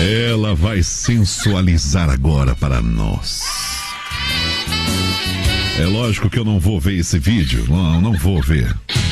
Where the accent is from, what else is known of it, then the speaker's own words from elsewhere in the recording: São Paulo, Brazil; Cara, eu lembro que quando era moleque, assim, né, em São Paulo, assim, a gente era camelô, né?